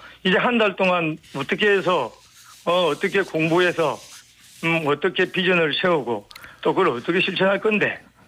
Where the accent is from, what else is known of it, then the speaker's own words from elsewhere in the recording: Busan, South Korea; 그런 부분에 대해서는 제가 뭐 부산 사나이로서 구차한 변명 없이 깨끗하게 100대 사죄하고